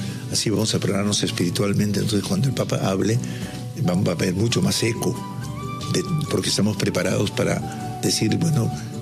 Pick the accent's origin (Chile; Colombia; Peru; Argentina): Peru; Entonces vamos a hacer para que nosotros, como peruanos creyentes, respondamos, vamos a actuar aquello que se nos dice, ¿no?